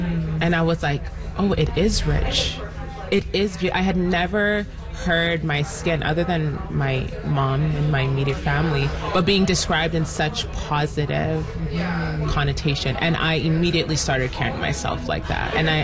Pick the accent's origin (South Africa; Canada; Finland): Canada; Toronto, Ontario; So growing up in Toronto, I learned pretty quickly how people viewed like black women generally, but especially darker skinned black women.